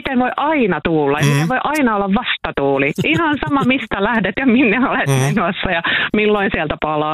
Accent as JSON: {"language": "Finnish", "town": "Oulu", "region": "North Ostrobothnia", "country": "Finland", "tie": "born there", "moved": "yes", "said": "Mä oon siis syntyisin tästä kaupungista ja 20 vuotta asuin sitten opintojen ja töiden ja perhe-elämän ja kaiken muun takia muualla. Ja 4 vuotta sitten paluu muutin"}